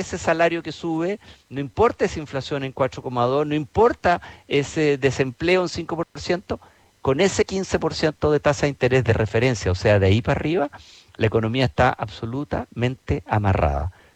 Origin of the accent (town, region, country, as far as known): Chile